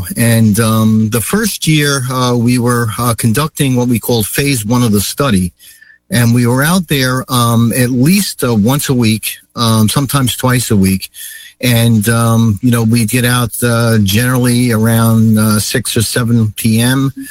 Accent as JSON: {"language": "English", "area": "Long Island", "region": "New York", "country": "United States", "said": "We're both from Long Island. I'm in Holbrook area. Jerry's up in the Coram area. And we're out east of the city, New York City. And I'm close to the shore on the south side."}